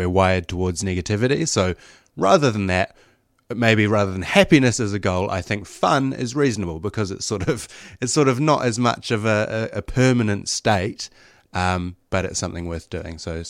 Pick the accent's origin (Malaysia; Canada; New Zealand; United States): New Zealand; I am from New Zealand.